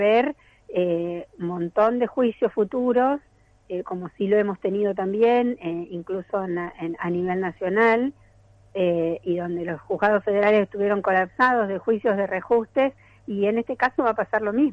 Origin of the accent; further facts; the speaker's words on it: Argentina; nosotros como país, Argentina